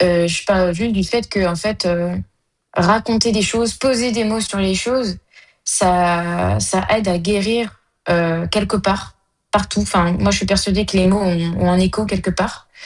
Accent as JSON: {"language": "French", "country": "France", "said": "en fait, je suis française, mais j'ai quelque chose en plus"}